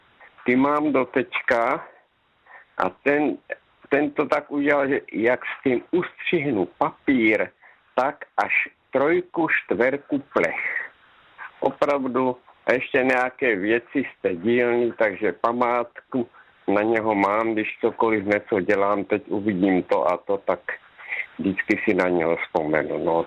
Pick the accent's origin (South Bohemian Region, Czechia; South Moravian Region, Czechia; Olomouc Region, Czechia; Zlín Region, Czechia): Zlín Region, Czechia; Luka; now in Topolná, Czechia; Dobrý večer, ano, tady v Topolné, ale pocházím z Luku. Aha. A tam jsem se vlastně narodil doma, takže jako vzpomínky tam mám, ještě tam jezdím za sestrou.